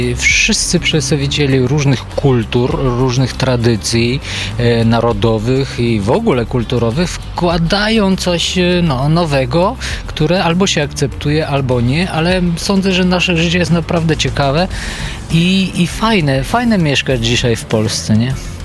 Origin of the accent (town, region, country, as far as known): Bulgaria; Polish is a second language; moved away as an adult; now in Lublin, Poland